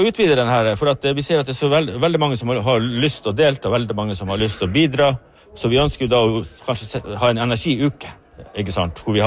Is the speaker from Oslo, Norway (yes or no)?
no; Finnmark, Norway; Vi blir færre og færre I Finnmark. Vi snart på rødliste, og vi også som finnmarkinger.